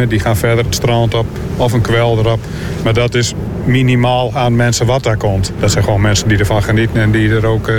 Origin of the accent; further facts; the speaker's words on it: Schiermonnikoog, Friesland, Netherlands; En ik ben geboren op Schiermonnikoog, een echte eilander.